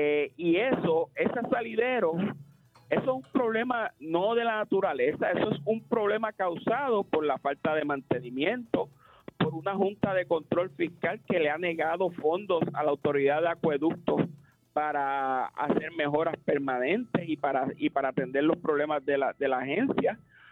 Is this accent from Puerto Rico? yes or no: yes; Bayamón, Puerto Rico; allí en Redville, en Bayamón, que yo soy de acá de Bayamón